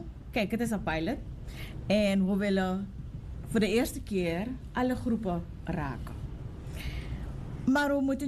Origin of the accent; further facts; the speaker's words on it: Suriname; ja, ik ben Surinamer, dus ik kan Sranang Tongo praten.